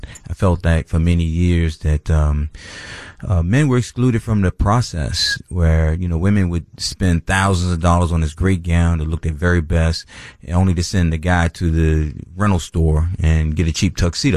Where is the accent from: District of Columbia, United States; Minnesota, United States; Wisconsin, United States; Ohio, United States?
District of Columbia, United States; Washington; I grew up in Washington, D.C.